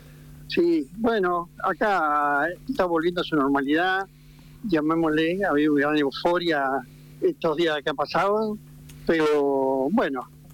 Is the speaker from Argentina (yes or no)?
yes; Argentina; now in Spain; los argentinos acá la sufrimos, porque cada vez que nos encontramos con alguien que nos detecta como argentino